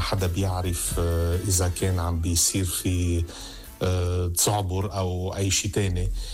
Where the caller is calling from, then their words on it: France; بس إذا ما كانت تحتسب مثل ما هي عندنا بفرنسا ما إلا معنى